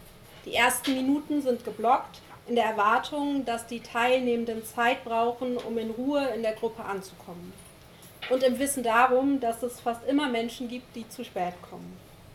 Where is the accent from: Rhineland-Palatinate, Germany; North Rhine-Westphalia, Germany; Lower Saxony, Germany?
Lower Saxony, Germany; born there; Genau, ihr wisst schon, ich bin im Wendland geboren, da ist einfach ein Umfeld, was so sehr widerständig alternativ ist.